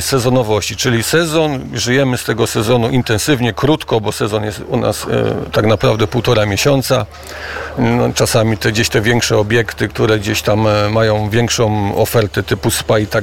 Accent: Władysławowo, Pomeranian Voivodeship, Poland; born there; Urodzony z dziada pradziada i muszę powiedzieć, że mam korzenie helskie

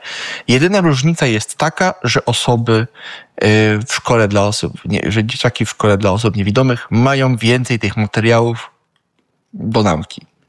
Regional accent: Silesian Voivodeship, Poland; Ja pochodzę ze Śląska, przecież mianowicie śląskich i w Sosnowcu było przedszkole

